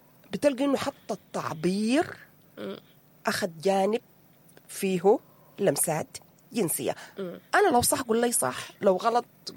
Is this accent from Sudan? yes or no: yes; Sudan; في مشكلة كبيرة عندنا كسودانيين في الجواب على الأسئلة المحرجة من أطفالنا الأبرياء